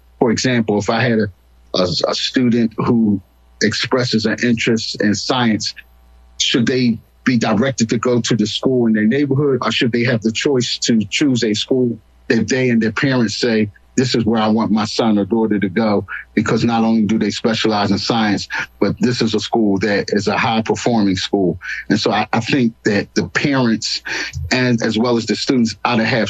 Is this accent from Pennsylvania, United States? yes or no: yes; Pennsylvania, United States; I was born and raised in District 4 and continue to live there